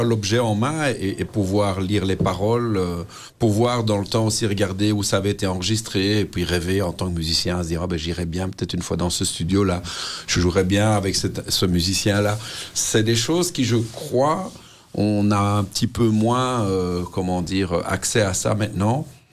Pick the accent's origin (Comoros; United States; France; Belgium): Belgium; Molenbeek-Saint-Jean, Brussels-Capital Region; On vient du même coin, on vient de Molenbeek, on a été dans la même école primaire, la même école secondaire.